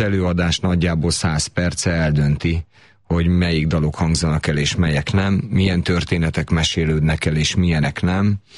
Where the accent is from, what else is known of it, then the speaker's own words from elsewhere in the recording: Ajka, Veszprém County, Hungary; moved away; Ajkán nőttem fel onnan 15 kilométerre